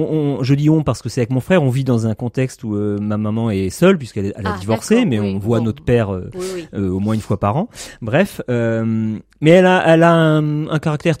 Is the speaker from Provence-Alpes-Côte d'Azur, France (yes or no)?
no; Châteaudun, Centre-Val de Loire, France; born there; now in Haute-Loire, France; je suis né en Eure-et-Loir, donc entre Orléans et Chartres, Châteaudun, une petite ville. Et j'étais dans une famille assez modeste, mais assez littéraire